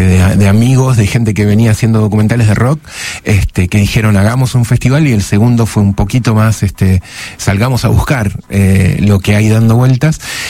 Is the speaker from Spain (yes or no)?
no; Ushuaia, Tierra del Fuego, Argentina; yo soy, no nací, pero crecí en Ushuaia, y no tengo ninguna capacidad musical, absolutamente ninguna, Y mi grupo de amigos, grande, el chico y el grande allí en Ushuaia, cuando crecíamos, todos tenían talento musical.